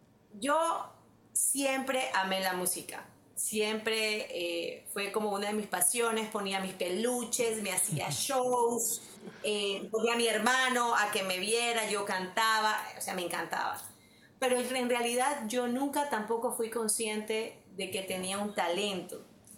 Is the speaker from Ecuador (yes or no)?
yes; Guayaquil, Guayas, Ecuador; also born or lived in Quito; Yo soy guayaquileña, pero viví en Quito un tiempo. Dios me ha tenido por todos lados.